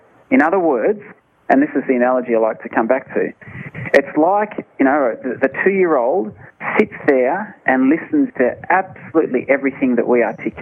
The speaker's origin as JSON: {"language": "English", "country": "Australia", "said": "Because I'm Australian, yes. I'm a simple Australian man"}